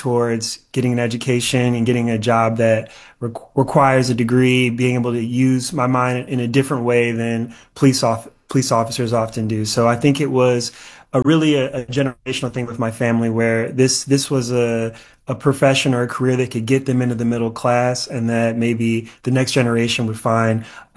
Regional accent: Cleveland, Ohio, United States; And when I came to Cleveland to report on it for the Marshall Project, because that was my hometown

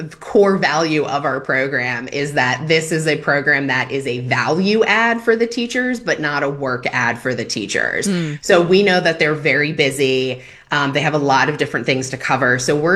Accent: East Coast, United States; And I grew up on the East Coast, so I had decent skies. I was in a suburban area.

